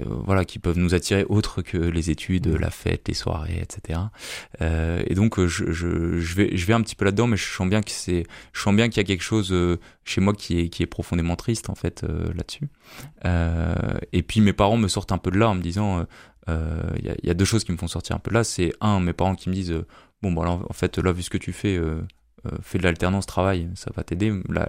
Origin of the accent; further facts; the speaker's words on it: Tourcoing, Hauts-de-France, France; Alors moi, j'ai grandi à Tourcoing, dans une famille qui avait des racines chrétiennes. J'ai été baptisé, j'étais à l'école catholique à Tourcoing, puis à Lille à Saint-Paul.